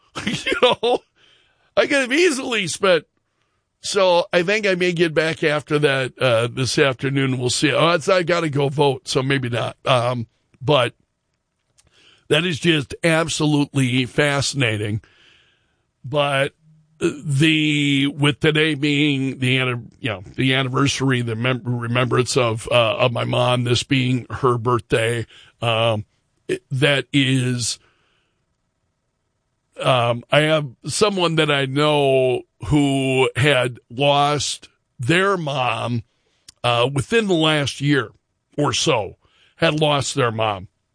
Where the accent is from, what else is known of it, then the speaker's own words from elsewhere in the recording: Sioux Falls, South Dakota, United States; My folks are both from Sioux Falls. This is my hometown.